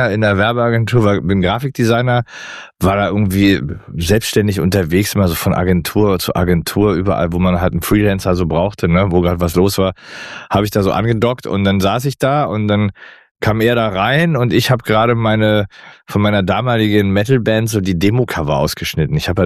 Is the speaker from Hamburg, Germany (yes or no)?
no; Berlin, Germany; Ich bin aus Berlin, ich war da schon.